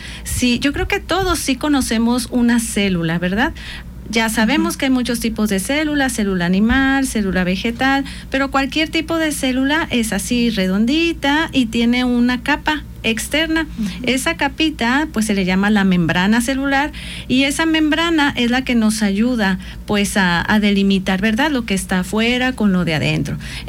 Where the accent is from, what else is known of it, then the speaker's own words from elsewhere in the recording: Jalisco, Mexico; en mi tierra le decimos jitomate, ¿no? Entonces, para que conozcan las dos versiones, yo soy de Jalisco, entonces lo conocen como jitomate